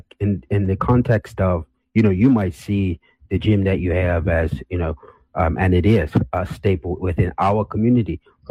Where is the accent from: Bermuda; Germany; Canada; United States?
Bermuda; as when I grew up, you kind of see yourself from Bermuda, and it's not until you travel to London that you realize, like, oh wow, I really had a unique experience